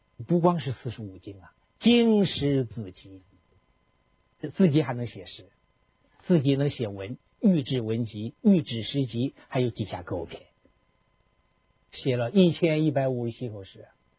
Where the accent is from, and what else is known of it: China